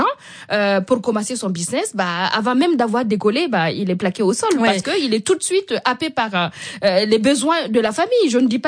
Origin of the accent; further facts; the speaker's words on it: Burkina Faso; beaucoup de pays africains l'ont compris, notamment chez moi au Burkina